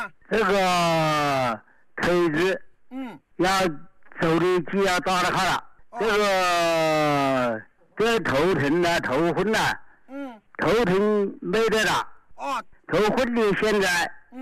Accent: Tianmen, Hubei, China; 这个天门市啊

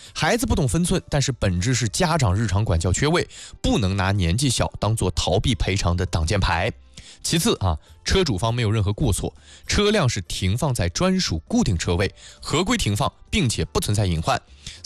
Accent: Kunming, Yunnan, China; moved away; 在我老家啊，云南昆明

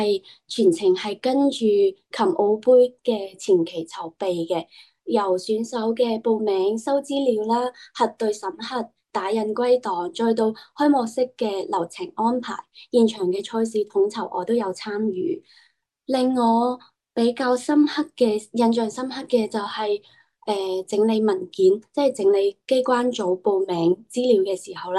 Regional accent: Macau; 我来自澳门

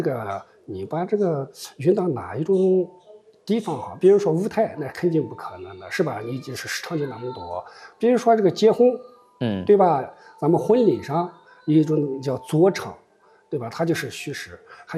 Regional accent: Xinjiang, China; 我们新疆有一个一句话

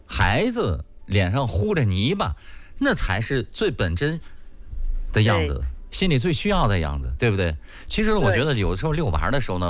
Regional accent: Yinchuan, Ningxia, China; 咱们银川人说这个苗子啊

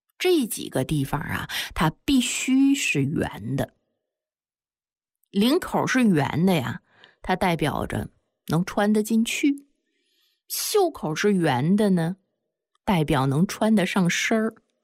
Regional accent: China; 我们中国人老祖宗

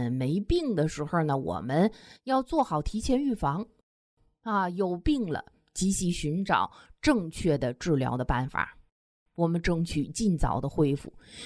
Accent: China

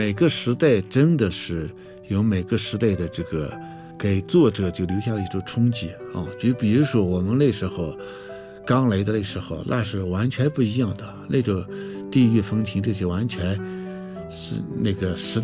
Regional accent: Tianshui, Gansu, China; now in Tibet, China; 我跟我的家乡，比如说天水啊，

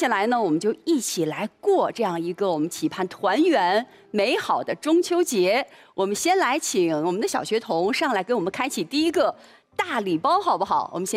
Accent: China

